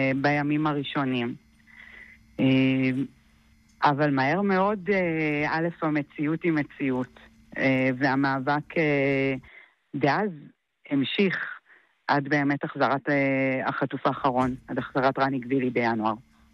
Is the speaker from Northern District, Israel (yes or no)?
no; Sderot, Southern District, Israel; נולדתי בסדרות, גדלתי לתוך מתחי קסמים שנקראו טפטופים. הבאתי את הבנות שלי לעולם במקום הכי יפה שאני חושבת שקיים. אבל כמו שתמיד אמרנו, 95% גן עדן, 5% גיהנום